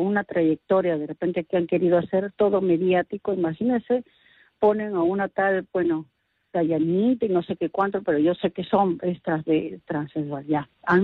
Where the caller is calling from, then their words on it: Peruvian coast, Peru; Yo no soy andina, soy de la costa